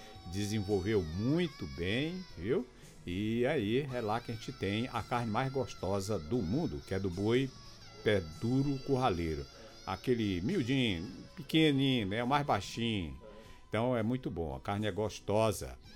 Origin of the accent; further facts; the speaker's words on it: Teresina, Piauí, Brazil; born there; Eu nasci lá no Piauí, capital Teresina, né?